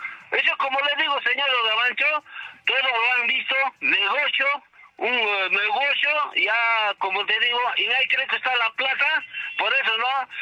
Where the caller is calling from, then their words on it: Acomayo, Rondocan district, Cusco, Peru; Yo soy Acomaíno, distrito de Rondoca.